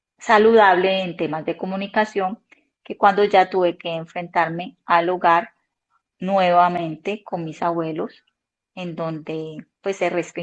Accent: Buenaventura, Valle del Cauca, Colombia; now in Cali, Colombia; Entonces, yo soy de Buenaventura, vine acá a Cali a estudiar la universidad.

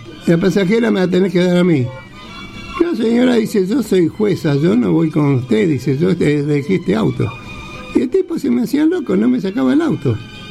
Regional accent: Buenos Aires, Argentina; moved away as an adult; now in La Ferrere, Argentina; Nací y viví siempre en Pompeya hasta que me casé.

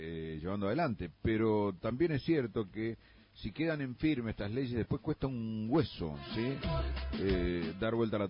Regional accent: San Rafael, Mendoza, Argentina; En San Rafael somos Punto Punto Radio.

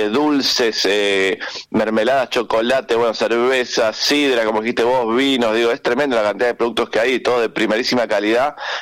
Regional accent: San Carlos de Bariloche, Río Negro, Argentina

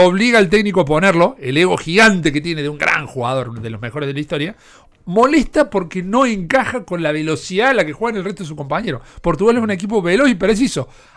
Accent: Argentina; los que somos argentinos

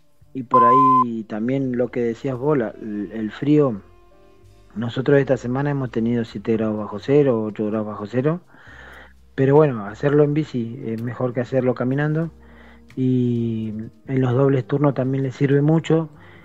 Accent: Argentina; me crié entrenando en La Barda, que es acá, pegadito a estos barrios

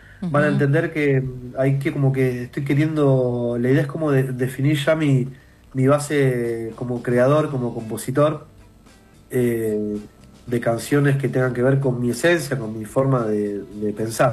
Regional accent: Argentina; son raíces fundamentales para nosotros como argentinos

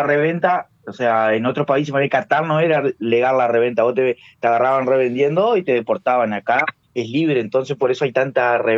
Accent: Argentina; siendo hincha argentino

